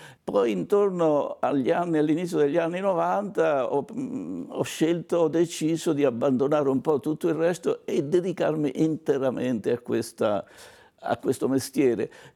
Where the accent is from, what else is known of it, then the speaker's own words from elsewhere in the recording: Marche, Italy; now in Milan, Italy; sono partito dalla mia città, dalle Marche, sono venuto a Milano per fare il pittore.